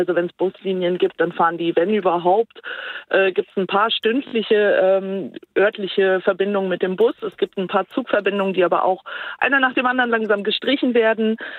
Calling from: Hörstel, North Rhine-Westphalia, Germany; Ja, also ich komme aus dem Norden von Nordrhein-Westfalen, also im Kreis Steinfurt. Es ist eine sehr ländliche Region.

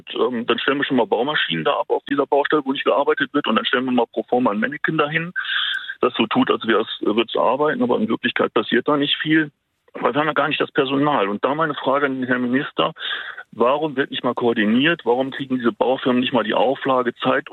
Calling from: Cologne, North Rhine-Westphalia, Germany; Und ich bin natürlich als Kölner auch betroffen von dieser Bonner Nordbrücke.

